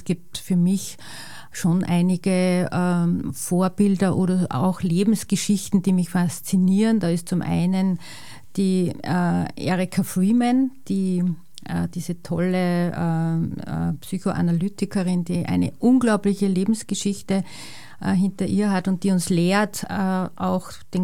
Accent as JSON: {"language": "German", "town": "St. Pölten", "region": "Lower Austria", "country": "Austria", "tie": "born there", "said": "Geboren bin ich in St. Pölten, einer sehr unattraktiven Arbeiterstadt, die sich aber gut entwickelt hat."}